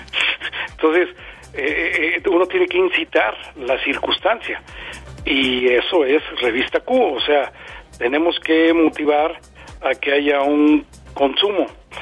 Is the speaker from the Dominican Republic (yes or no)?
no; Mexico; somos los mexicanos líderes